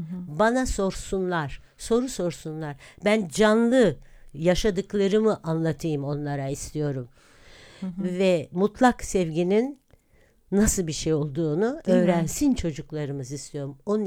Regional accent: Istanbul, Turkey; Çoğu adalardan, çünkü çocukluğum orada geçmiş.

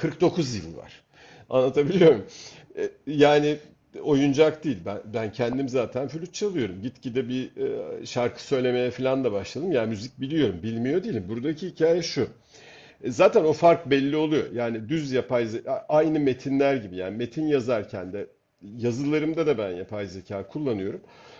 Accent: Rumelia, Turkey; Ben Rumeliyim. Neden? Çünkü ben bu ülkenin insanıyım. Yani buradan bakınca orası Rumeli oluyor. Yani benim bağlamım bu. Balkan değilim ben yani. Türk vatandaşıyım. Hatta da Türk'üm yani.

